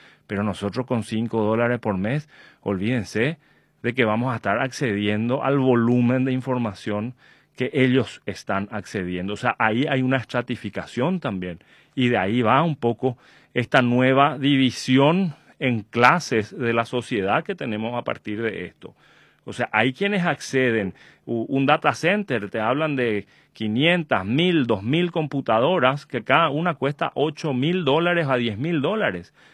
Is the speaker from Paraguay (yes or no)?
yes; Paraguay